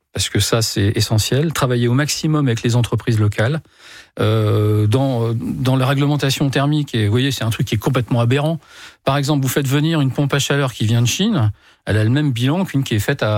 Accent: Hauts-de-France, France; Moi, je viens de la Somme. La Somme, c'est un département, c'est celui où il y a le plus d'éoliennes en France.

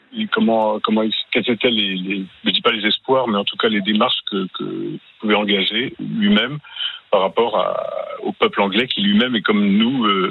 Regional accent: France; Je dis ça en tant que Français, puisque je considère qu'on souffre des mêmes choses

